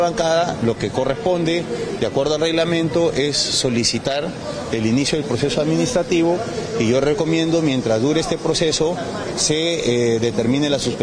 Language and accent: Spanish; Lambayeque, Peru; Yo vengo de Lambayeque, y es una región donde ellos siguen operando las obras de trasvase de Olmos